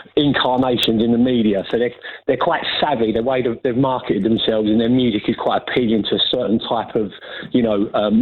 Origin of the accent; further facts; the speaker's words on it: London, United Kingdom; as a Londoner